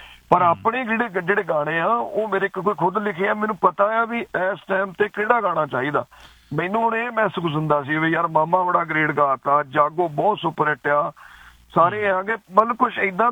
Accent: Husainpur, Punjab, India; now in England, United Kingdom; ਅਸੀਂ ਨਕੋਦਰ ਦੇ ਨਾਲ, ਸਾਡਾ ਪਿੰਡ ਆ ਜੀ ਹੁਸੈਨਪੁਰ

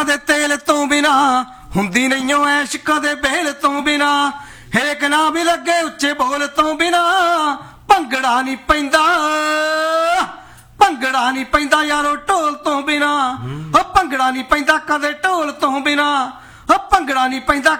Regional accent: Gurusar Sudhar, Punjab, India; ਮੈਂ ਜੀ, ਮੇਰਾ ਪਿੰਡ ਹੈ ਜੀ ਗੁਰੂ ਸਰ ਸੁਧਾਰ, ਲੁਧਿਆਣਾ ਜ਼ਿਲ੍ਹੇ ਦੇ ਵਿੱਚ।

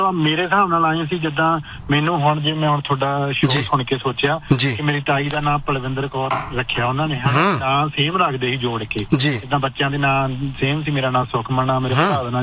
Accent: Faridkot, Punjab, India; ਹਾਂਜੀ ਹਾਂਜੀ ਬਾਈ, ਮੈਂ ਵੀ ਫਰੀਦਕੋਟ ਤੋਂ ਆ ਬਾਈ

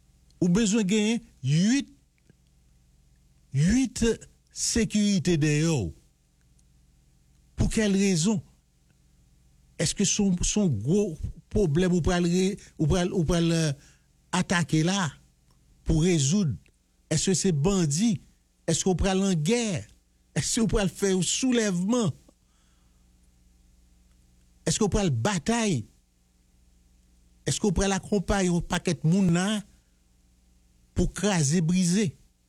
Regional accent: Haiti; ce problème li mette nous trouver là en tant qu'haïtien parce que nous-mêmes, nous, nous sommes peuple.

